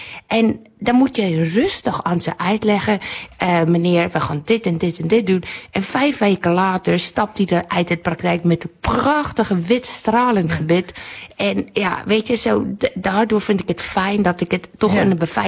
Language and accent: Dutch; South Africa; now in Netherlands; Nou, ik kom natuurlijk uit Zuid-Afrika.